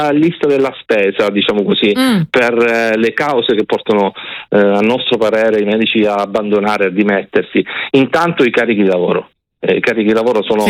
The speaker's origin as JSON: {"language": "Italian", "region": "Calabria", "country": "Italy", "moved": "yes", "lives_now": "Veneto, Italy", "said": "io sono calabrese ma lavoro in Veneto"}